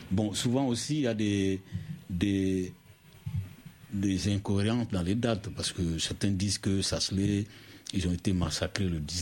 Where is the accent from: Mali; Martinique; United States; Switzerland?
Mali; moved away as an adult; now in France; je fais le bac au Mali, j'ai raté.